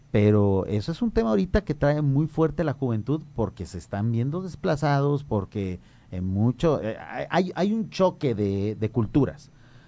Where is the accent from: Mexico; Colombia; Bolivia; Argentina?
Mexico; somos suficientemente mexicanos